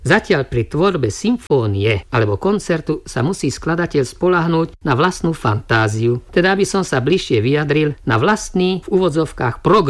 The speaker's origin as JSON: {"language": "Slovak", "region": "Žilina Region", "country": "Slovakia", "said": "Pochádzam z Liptova, teda z kraja ovenčeného horami"}